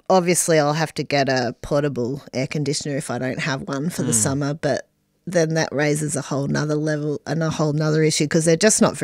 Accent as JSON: {"language": "English", "region": "Western Australia", "country": "Australia", "tie": "born or raised there", "said": "Growing up in Western Australia, you have a more kind of serious approach to those really hot days, and especially the heat waves."}